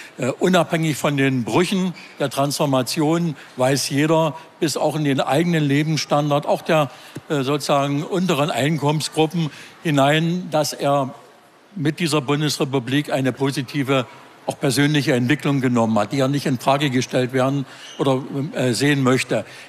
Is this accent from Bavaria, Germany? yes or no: no; Wittenberg, Saxony-Anhalt, Germany; ich habe diese Gottesdienste selber mit organisiert in die Demonstrationen in meiner Heimatstadt Wittenberg.